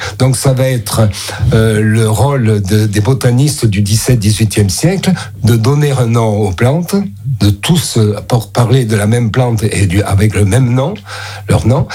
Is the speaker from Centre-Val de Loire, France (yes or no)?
no; Montpellier, Occitanie, France; comme je suis montpelliérain depuis plusieurs générations